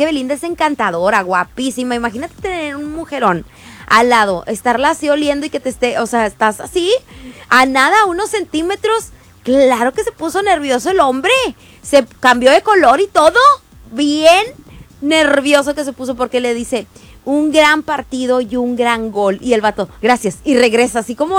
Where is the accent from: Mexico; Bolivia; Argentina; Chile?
Mexico